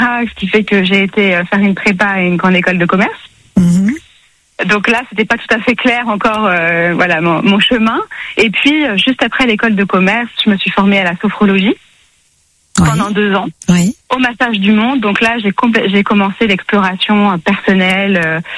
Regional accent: Maisons-Laffitte, Île-de-France, France; born or raised there

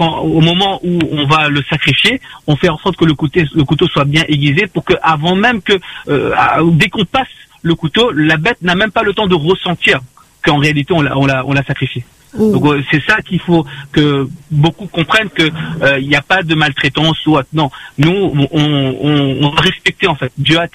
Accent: Réunion; J'ai jamais eu l'occasion de pouvoir fêter l'Aïd autre part que ici à La Réunion.

